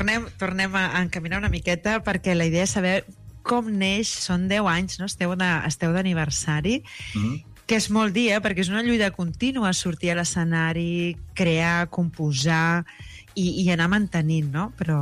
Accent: Catalonia, Spain; jo també sóc del Camp de Tarragona.

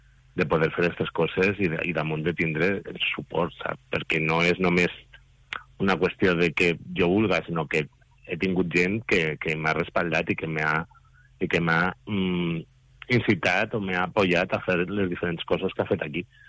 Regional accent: Guardamar del Segura, Valencian Community, Spain; moved away; en el meu poble, en Guardamar

